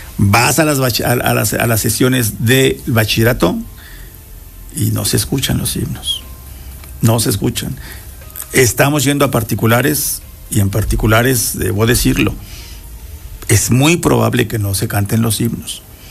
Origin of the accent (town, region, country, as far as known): Mexico